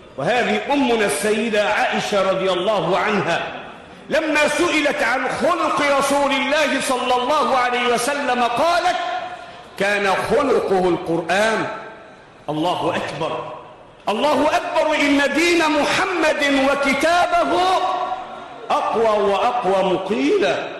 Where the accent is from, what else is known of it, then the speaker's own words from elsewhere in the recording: Egypt; واحفظ بلدنا مصر